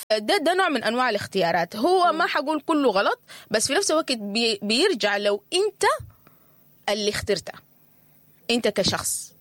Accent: Sudan; إحنا كمجتمع سوداني أول حاجة ما في حاجة اسمها الصداقة

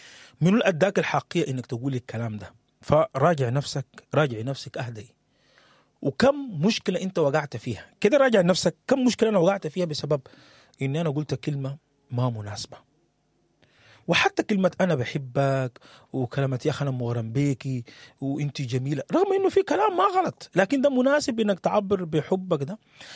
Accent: Sudan; زي ما بنقول احنا كسودانيين

